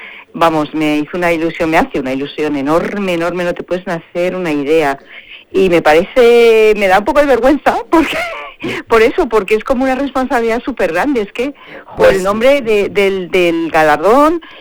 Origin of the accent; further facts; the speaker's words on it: Spain; moved away; la niña que fui yo en Maide y que me crié en Maide